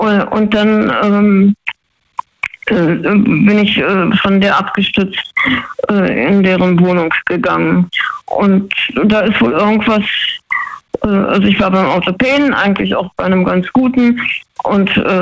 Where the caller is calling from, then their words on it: Freiburg, Baden-Württemberg, Germany; Freiburg, kurz gesagt.